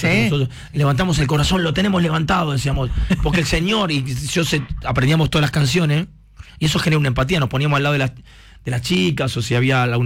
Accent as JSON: {"language": "Spanish", "country": "Argentina", "said": "soy recontra argentino"}